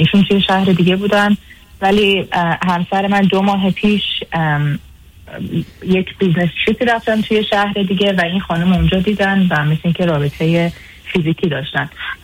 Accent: Afghanistan; now in Australia; ما اهل افغانستان هستیم.

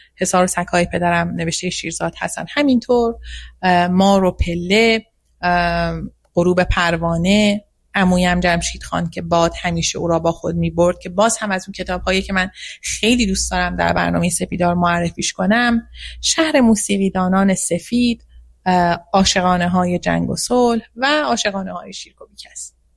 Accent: Iran; born there; من شخصا در اون ساختار بزرگ شدم. من در ساختار حکومتی و استبدادی بعد از انقلاب بزرگ شدم، مدرسه رفتم، توی اون ساختار درس خوندم

